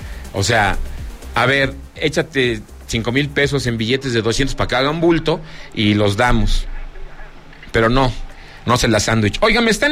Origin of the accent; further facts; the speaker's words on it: Zacatecas, Mexico; de mi tierra Zacatecas